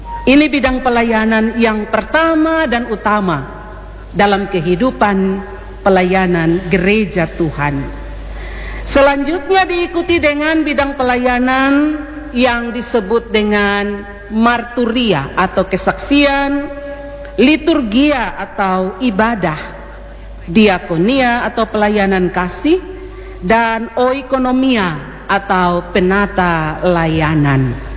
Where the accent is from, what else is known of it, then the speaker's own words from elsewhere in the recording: Kupang, East Nusa Tenggara, Indonesia; born there; orang Sabu yang lahir di Kupang. Tapi bersyukur Tuhan kasih kesempatan belajar bahasa Sabu, jadi bisa-bisa sedikit juga.